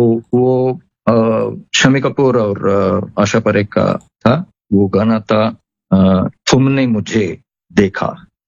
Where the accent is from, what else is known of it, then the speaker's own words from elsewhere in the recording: Tamil Nadu, India; first language ta; Hindi is a second language; हम बेस हैं चेन्नई में, हमारा मातृभाषा है तमिल, लेकिन हम हिंदी सॉन्ग्स पसंद करते हैं।